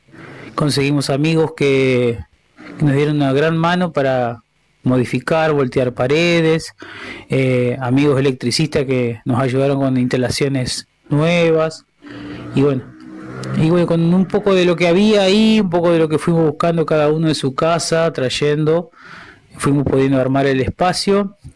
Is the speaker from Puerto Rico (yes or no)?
no; Santa Elena, Entre Ríos, Argentina; de Santa Elena, Entre Ríos.